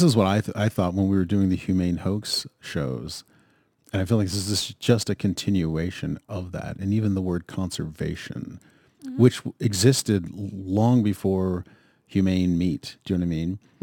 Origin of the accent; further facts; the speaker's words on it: Pennsylvania, United States; now in Montana, United States; I grew up in Western Pennsylvania, same idea.